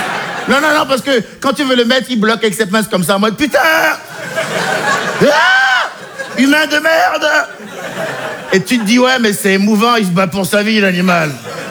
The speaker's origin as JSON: {"language": "French", "country": "Benin", "tie": "born or raised there"}